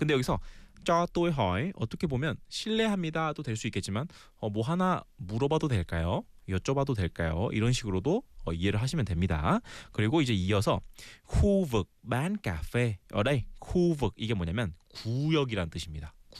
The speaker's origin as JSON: {"language": "Korean", "country": "South Korea", "said": "또 이제 이번에도 한국인 감독도 우승을 해서 또 되게 한국인으로서 또 mình cũng lại ăn Việt nên 기분이 두 배 더 좋아요."}